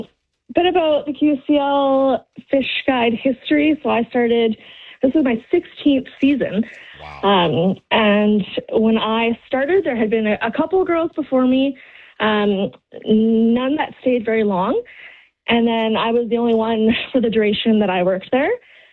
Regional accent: Rivers Inlet, British Columbia, Canada; So I grew up in Rivers Inlet. So my parents bought an old cannery, Wadham's Cannery, early 90s. And turned it into a fishing lodge. So built a few cabins, grew up there until they sold it.

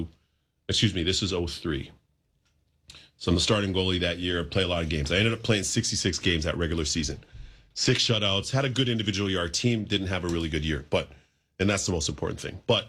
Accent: Toronto, Ontario, Canada; growing up in Toronto

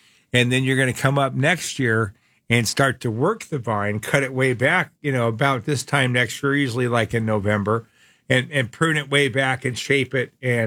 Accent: Phoenix, Arizona, United States; You know, when I grew up here in Sunny Slope, my father's orchid tree is still there.

